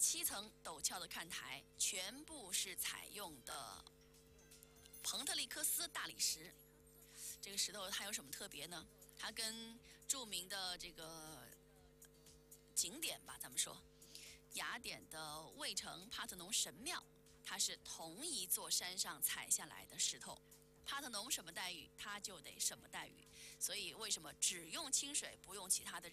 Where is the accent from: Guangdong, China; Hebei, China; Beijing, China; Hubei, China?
Hubei, China; Wuhan; 咱们武汉人